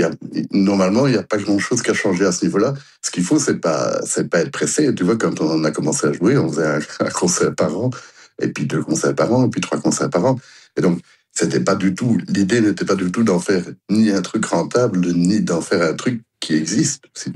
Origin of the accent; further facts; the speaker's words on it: Belgium; pour moi, je suis belge.